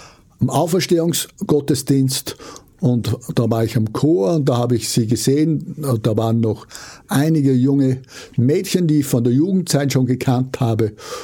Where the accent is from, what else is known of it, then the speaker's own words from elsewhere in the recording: Freistadt, Upper Austria, Austria; Ich bin in Freistadt im Müllviertel, das ist 40 Kilometer nördlich von Linz, aufgewachsen auf einem Bauernhof und meine Eltern betrieben eine Landwirtschaft